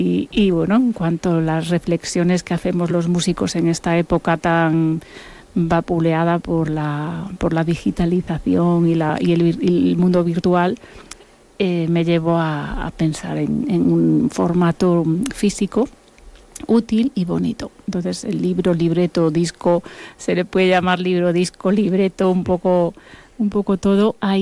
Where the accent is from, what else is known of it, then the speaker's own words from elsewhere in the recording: Buenos Aires, Argentina; born there; El castellano, que es mi lengua madre. El gallego, que por casi no lengua madre, diríamos lengua abuela, porque yo nací en Buenos Aires